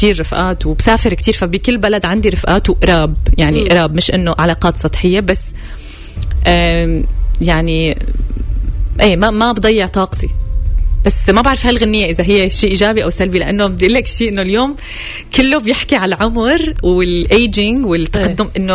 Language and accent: Arabic; Syria; لأنه أنا سوري كنت خايفة أني يصير 30